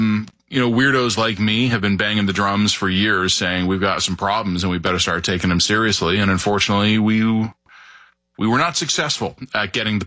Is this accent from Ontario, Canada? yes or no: yes; Toronto, Ontario, Canada; So my hometown, Toronto, is going to be one of the host cities for the upcoming World Cup.